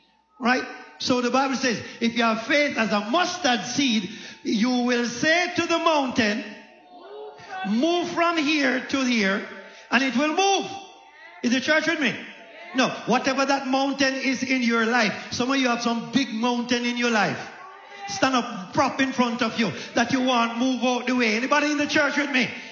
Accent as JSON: {"language": "English", "country": "Jamaica", "said": "I'm from Jamaica, and nobody grow mustard."}